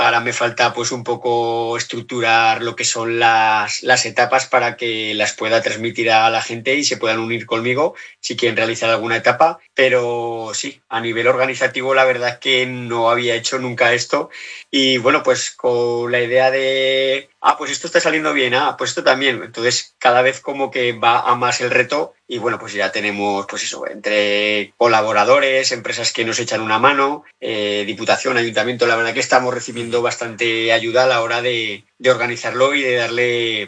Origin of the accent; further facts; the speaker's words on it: Híjar, Aragon, Spain; soy de pueblo, de Híjar